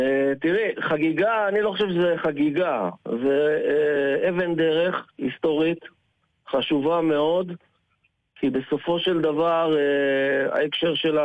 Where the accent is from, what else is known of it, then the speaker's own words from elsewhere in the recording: Haifa, Haifa District, Israel; born there; חיפאי מאלף עטף.